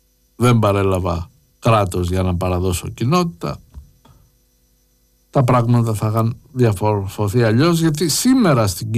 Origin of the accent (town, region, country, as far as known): Greece